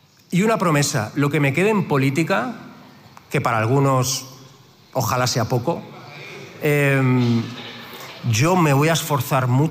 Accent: Catalonia, Spain; Somos casi 10 millones de personas en Cataluña.

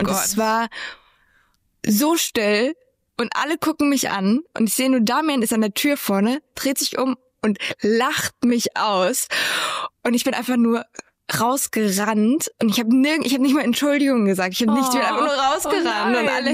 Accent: Germany; okay, ich bin aus Deutschland, woher kennst du mich?

